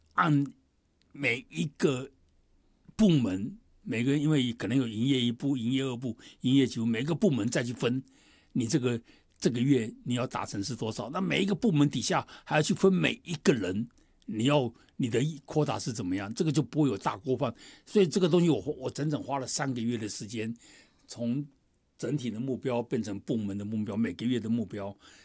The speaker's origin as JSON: {"language": "Chinese", "country": "China", "said": "我觉得就是我们中国人讲团结的故事嘛"}